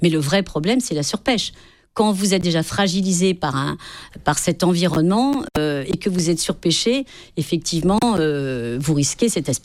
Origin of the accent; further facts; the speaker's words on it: Provence-Alpes-Côte d'Azur, France; chez nous, sur le littoral des Alpes-Maritimes